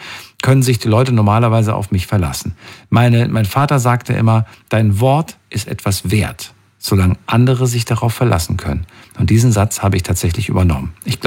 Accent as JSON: {"language": "German", "region": "North Rhine-Westphalia", "country": "Germany", "said": "komme aber auch aus NRW."}